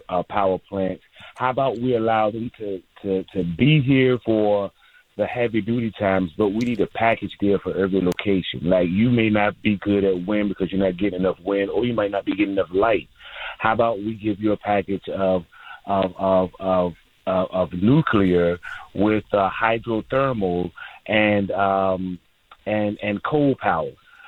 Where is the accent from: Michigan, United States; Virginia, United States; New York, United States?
Virginia, United States; So I'm originally from Virginia, ex-military as well.